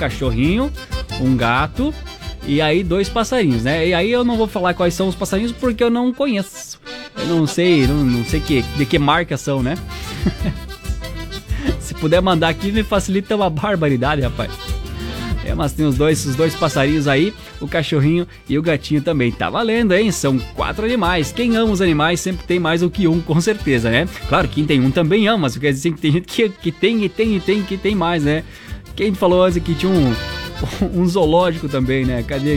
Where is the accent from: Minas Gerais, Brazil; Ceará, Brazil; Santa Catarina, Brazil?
Santa Catarina, Brazil; Xaxim; moved away; eu que sou de Xaxim, voto ainda em Xaxim.